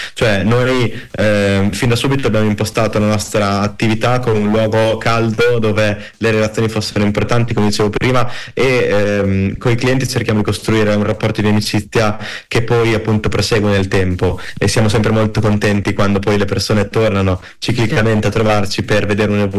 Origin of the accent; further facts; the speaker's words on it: Rimini, Emilia-Romagna, Italy; Ti parlo da riminese, a Torriana per lavoro.